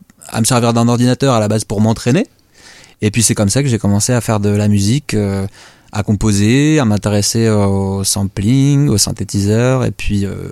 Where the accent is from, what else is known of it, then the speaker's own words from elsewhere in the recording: Troyes, Grand Est, France; born there; also born or lived in Lille; Je suis né à Lille et je suis arrivé à Troyes quand même à 10 ans, hein, donc en 96.